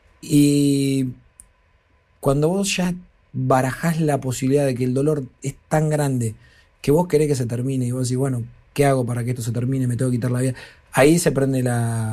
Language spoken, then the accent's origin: Spanish; La Plata, Buenos Aires Province, Argentina; also born or lived in Tolosa; Porque yo vengo de ahí. Yo no nací en Recoleta. Yo nací en el barrio 19 de febrero de Villa Elvira. En realidad me crié ahí. Nací en Tolosa, en otro barrio en Rinquelé, picante.